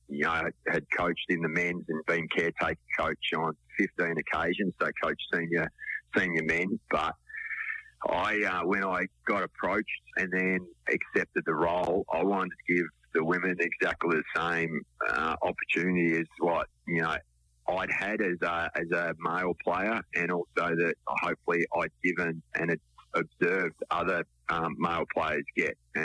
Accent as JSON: {"language": "English", "town": "Ferntree Gully", "region": "Victoria", "country": "Australia", "tie": "born or raised there", "said": "So North Melbourne, where I grew up in Ferntree Gully, out at the foot of the Dandenong Ranges was North Melbourne's zone."}